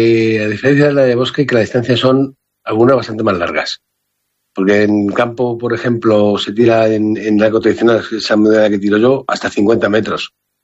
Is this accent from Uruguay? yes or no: no; Ávila, Castile and León, Spain; ¿cómo lo hacemos en mi pueblo? Bueno, Ávila